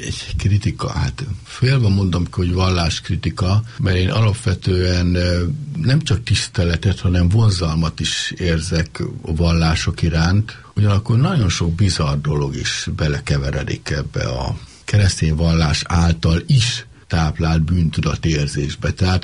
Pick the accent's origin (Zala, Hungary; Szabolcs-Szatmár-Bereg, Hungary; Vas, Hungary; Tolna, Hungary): Szabolcs-Szatmár-Bereg, Hungary; Nyíregyháza; born or raised there